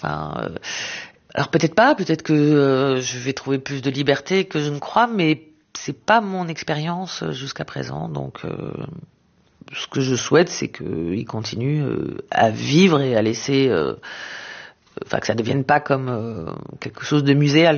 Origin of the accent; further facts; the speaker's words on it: Israel; moved away; Quand j'étais petite en Israël, on écoutait beaucoup